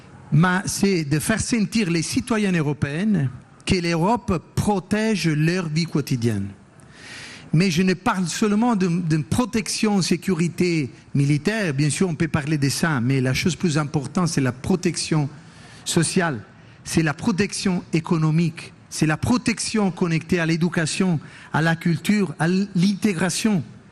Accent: Italy; French is a second language; Je suis italien, mais je me sens aussi européenne. C'est pour ça que quand je suis ici à Paris ou à Barcelone, ou à Budapest, je me sens à la maison.

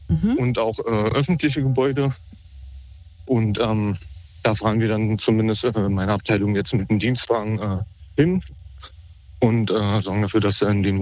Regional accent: Berlin, Germany

